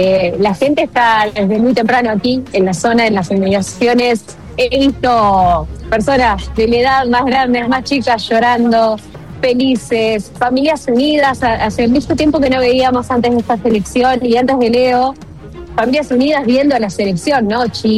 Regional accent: Argentina; Nosotros aquí en la ciudad de Buenos Aires

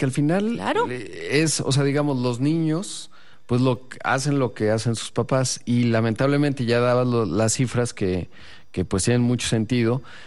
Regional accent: Mexico; uno como mexicano, yo me frustraba

